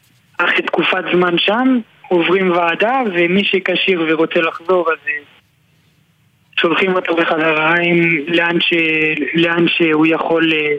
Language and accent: Hebrew; Jerusalem, Jerusalem District, Israel; born there; נולדתי בירושלים, כיום גר באופרה, נשוי, אין עדיין ילדים